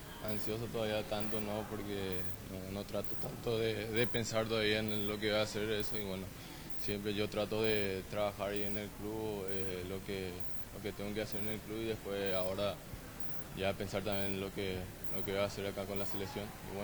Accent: Paraguay; La verdad que muy contento de estar acá en mi país, en nuestro país

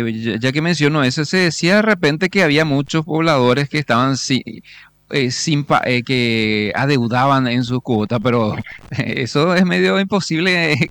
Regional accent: Capiatá, Central, Paraguay; yo soy también de Capiatá, pero soy de otra zona

